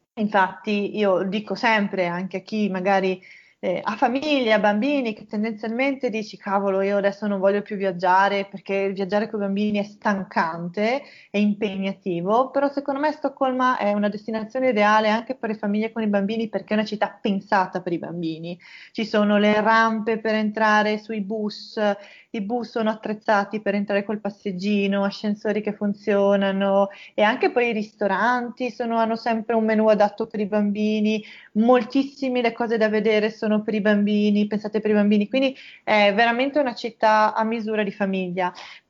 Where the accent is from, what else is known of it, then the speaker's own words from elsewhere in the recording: Friuli-Venezia Giulia, Italy; now in Stockholm, Sweden; Io sono friulana, provengo dalle montagne